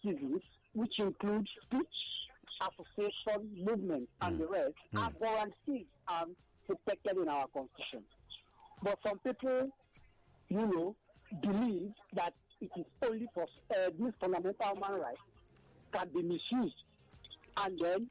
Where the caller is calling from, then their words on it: Abaranje, Ikotun, Lagos, Nigeria; I'm calling from Abaranje, Nikotu.